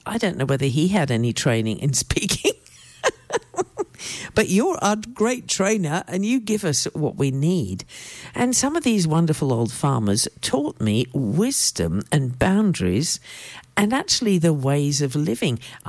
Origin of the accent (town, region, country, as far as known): South East England, United Kingdom; born or raised there